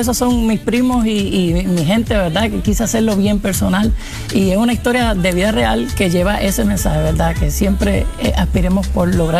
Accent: Puerto Rico; nos dio ese segundo aire de esperanza como puertorriqueños

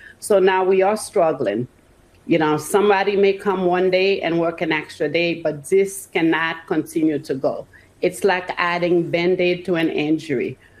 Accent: United States; I am Haitian American, and I'm also a registered nurse.

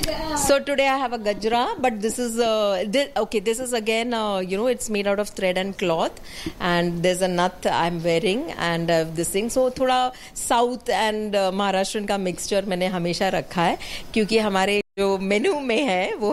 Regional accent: Mumbai, Maharashtra, India; now in Chandigarh, India; मैं मुंबई में ही पली बड़ी हूँ and my husband is a Maharashtrian

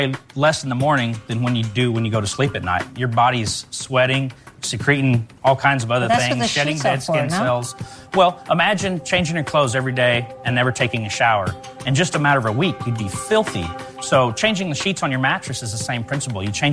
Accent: Dallas, Texas, United States; I'm from Dallas, Texas.

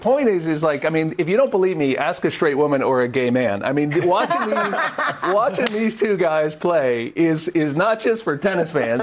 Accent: New York, United States; as a New Yorker

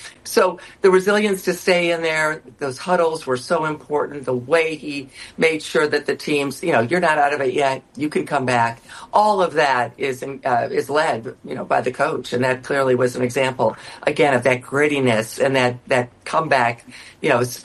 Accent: Toledo, Ohio, United States; I'm a Midwesterner. I'm from the suburbs of Toledo, Ohio, so I don't necessarily have a New York bias by any means.

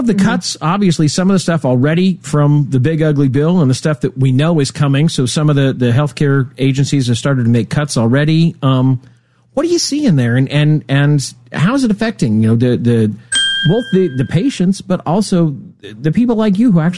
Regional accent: Nebraska, United States; now in Washington, D.C. area, United States; I'm originally from Nebraska. I live in the D.C. area now.

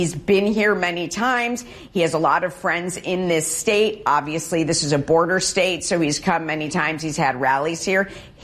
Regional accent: Buffalo, New York, United States; Listen, if you want, I'm from Buffalo.

